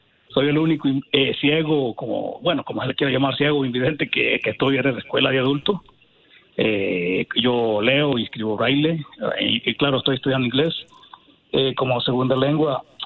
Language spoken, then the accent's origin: Spanish; Chalatenango, El Salvador; Soy originario de El Salvador, del departamento de Chalatenango.